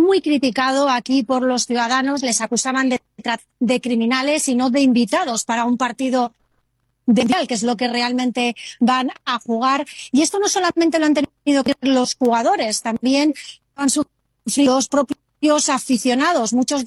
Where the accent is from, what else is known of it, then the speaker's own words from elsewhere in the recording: Spain; Yo voy con España. Pues con mi tierra.